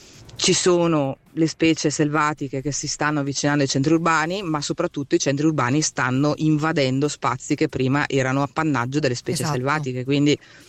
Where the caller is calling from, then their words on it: Brescia, Lombardy, Italy; Io sono di Brescia